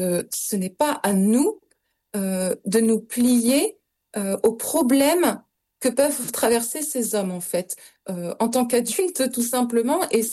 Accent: France; born there; Je suis née en France et c'est la terre qui m'a portée et c'est la terre qui me porte tous les jours.

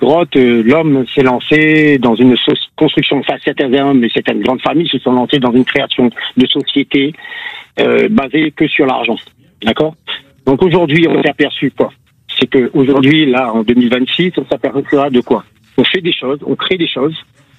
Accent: Réunion; now in Canet-en-Roussillon, France

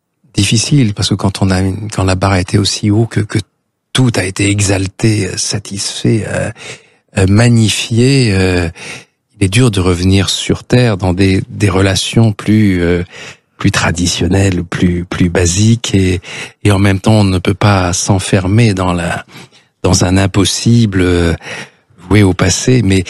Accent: Nice, Provence-Alpes-Côte d'Azur, France; au salon du livre de Nice, en fait, c'était là que se donnait le prix, dans ma ville natale

